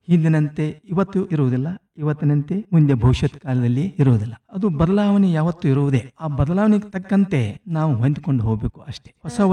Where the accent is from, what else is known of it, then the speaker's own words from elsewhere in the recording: Handigud, Karnataka, India; also born or lived in Borgal, Hukkeri taluk; ಬಾಲ್ಯ ಅಲ್ಲಿಯೂ ಆಗಿದೆ, ನಮ್ಮ ಊರು ಆದಂತ ಹಂದಿಗುಡದಲ್ಲಿ ಆಗಿದೆ, ಹುಕ್ಕೇರಿ ತಾಲೂಕು.